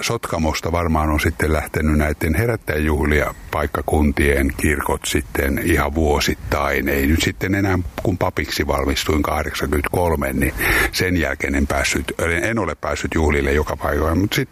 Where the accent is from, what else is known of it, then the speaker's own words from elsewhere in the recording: Orimattila, Päijät-Häme, Finland; now in Mynämäki, Finland; mä olen Artjärveltä syntyisin, nykyistä Orimattilaa, nykyistä Päijät-Hämettä, aiemmin Itä-Uuttamaata, niin siellä tietysti ne kirkot on tullut silloin jo katsottua, kotikirkko Artjärvi ja Orimattilassa kävin koulut.